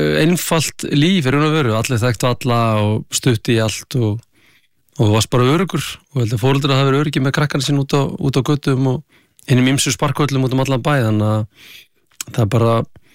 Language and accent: Icelandic; Akranes, Western Region, Iceland; Það var bara geggjað, sko. Það lítil bær þá, hann er stækka ört núna, hvað hann var örgulega 5.000 manns þegar við vorum upp á okkar besta